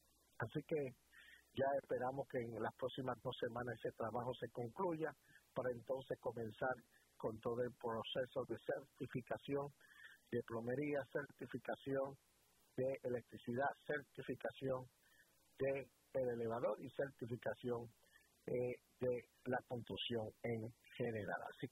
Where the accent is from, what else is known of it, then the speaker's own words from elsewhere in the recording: Caguas, Puerto Rico; el pueblo donde yo me crié, el pueblo que me vio crecer, aquí en Caguas, Puerto Rico, en el barrio Río Caña, que por ahí cerquitita, yo me crié en el barrio La Mesa, y estudié ahí